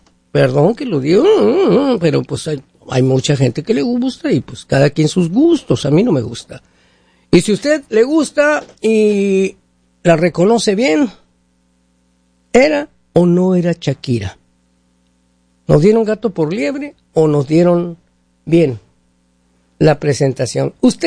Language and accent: Spanish; Mexico; now in Seattle, United States; todos somos de México aquí en el Rey 1360